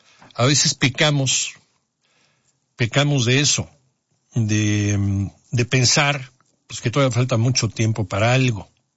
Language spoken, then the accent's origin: Spanish; Mexico; Y eso es mucho también de sociedades como la nuestra, como la mexicana.